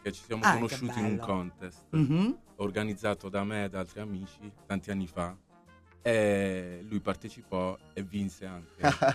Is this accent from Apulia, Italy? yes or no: yes; Conversano, Apulia, Italy; sono di Conversano